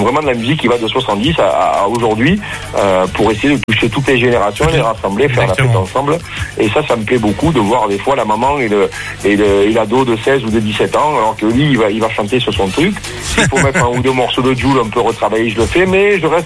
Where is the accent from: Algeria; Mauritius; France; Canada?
France; Occitanie; born there; dans le Tarn. C'est un petit village, mais la fête, elle est juste énormissime.